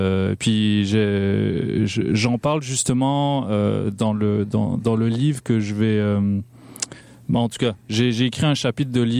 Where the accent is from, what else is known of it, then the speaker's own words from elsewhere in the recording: Montreal, Quebec, Canada; j'ai grandi à Ville-Saint-Laurent.